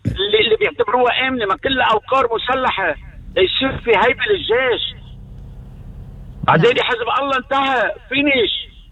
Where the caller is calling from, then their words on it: Lebanon; أنا هيدا رأيي كلبناني لأنه عم بتعذب نحن بلبنان